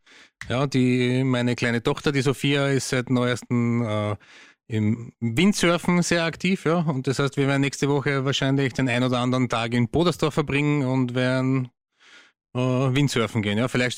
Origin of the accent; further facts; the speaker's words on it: Burgenland, Austria; Ich bin ein Burgenländer.